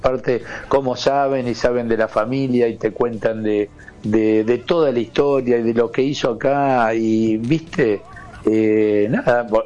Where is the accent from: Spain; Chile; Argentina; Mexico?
Argentina; y te hablan de Diego. Digo, ¿qué importancia le dan a Diego acá? Yo no sé si en Argentina le estamos dando el valor que le dan acá.